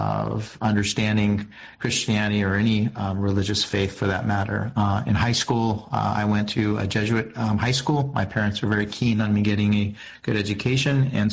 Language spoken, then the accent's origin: English; Arizona, United States; born or raised there